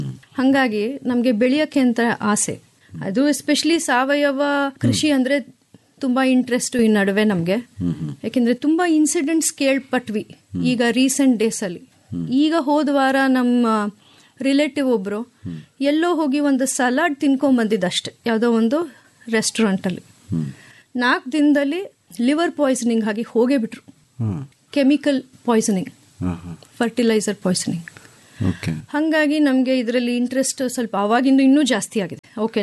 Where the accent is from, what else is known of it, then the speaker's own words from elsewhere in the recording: Mysore, Karnataka, India; moved away as an adult; also born or lived in Singapore; ಇಲ್ಲೇ ಮೈಸೂರಲ್ಲಿ ಹುಟ್ಟಿ ಬೆಳೆದಿದ್ದು.